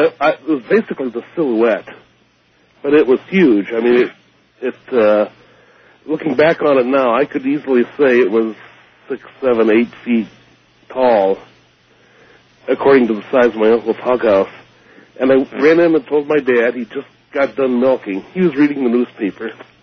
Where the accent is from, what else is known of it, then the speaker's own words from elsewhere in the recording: Wisconsin, United States; born there; now in Monroe, United States; we lived on a farm between Darlington and Schultzburg, Wisconsin, kind of a hilly farmland with small woods here and there.